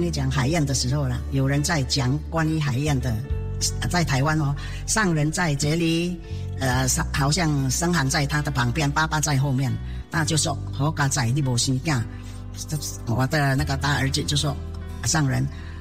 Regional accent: Philippines; 我是菲律宾的华侨，我现在哦，我们那边有这个灾难哦

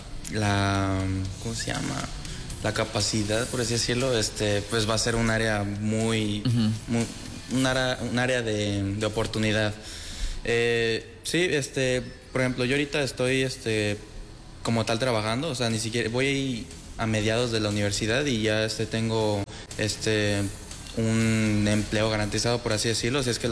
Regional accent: Jalisco, Mexico; now in Yucatán, Mexico; yo soy de Jalisco, entonces vine por esa parte del trabajo de mi papá, por eso me vine a vivir aquí.

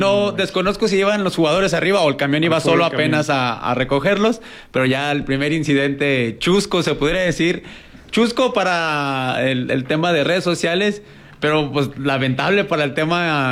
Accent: Mexico; yo creo que como mexicanos lo mejor que podemos hacer es unirnos

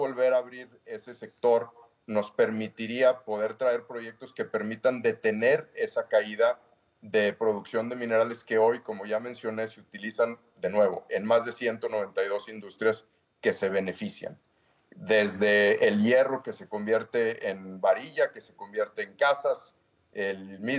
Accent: Mexico; los primeros beneficiados de la posibilidad de abrir, de volver a abrir el sector minero, somos los mexicanos.

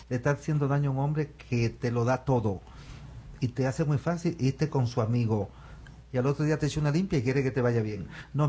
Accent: Santo Domingo, Dominican Republic; born there; also born or lived in Aruba / Sint Maarten / Netherlands / Spain; nací en Santo Domingo, viví en Aruba, viví en la isla San Martín, viví en Holanda, viví en España, estaba chico en Australia

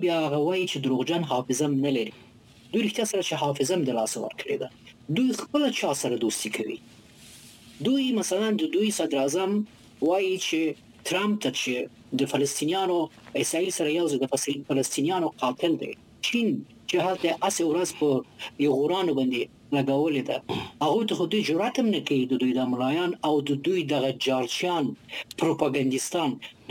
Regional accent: Afghanistan; زه د افغانستان په فکر کې یم زه د افغانستان یو بچه یم

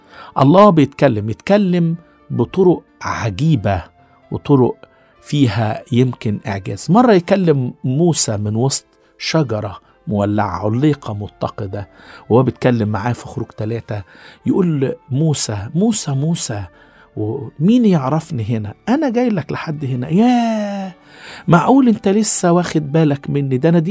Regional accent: Egypt; عندنا في مصر هنا

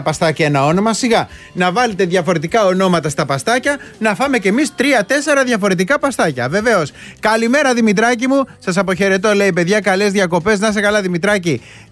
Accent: Attica, Greece; εγώ είμαι και λίγο από τα Μεσόγεια

